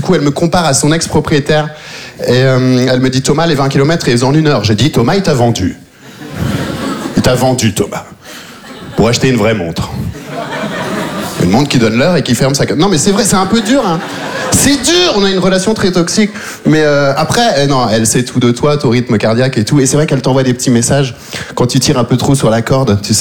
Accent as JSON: {"language": "French", "country": "Belgium", "tie": "born or raised there", "said": "je viens de Belgique, je suis arrivé en Belgique quand j'avais 3 ans, j'ai vécu toute ma vie là-bas"}